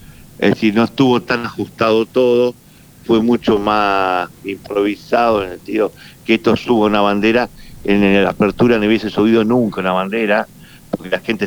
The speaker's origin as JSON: {"language": "Spanish", "region": "Santa Fe", "country": "Argentina", "said": "soy de Santa Fe. Bueno, Rosario."}